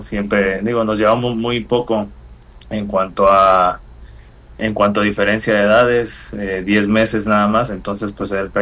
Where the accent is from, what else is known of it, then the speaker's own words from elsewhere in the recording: San Juan Evangelista, Veracruz, Mexico; Soy de un pueblito de Veracruz que se llama San Juan Evangelista. Está muy pequeñito, son escasas como 5,000 personas, entonces sí está chiquito mi pueblo. Le tienes que hacer como mucho zoom al mapa para que te aparezca el pueblo.